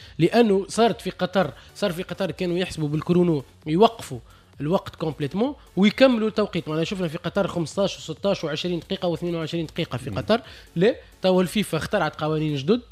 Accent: Tunisia

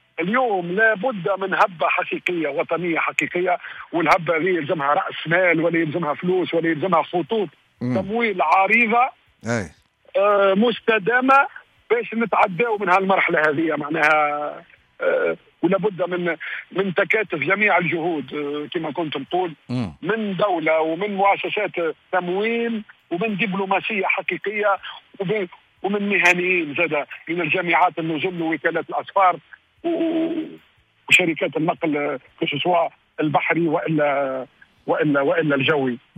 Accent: Gafsa, Gafsa Governorate, Tunisia; انا من قفصة من الحوض المنجمي من قفصة العزيزة

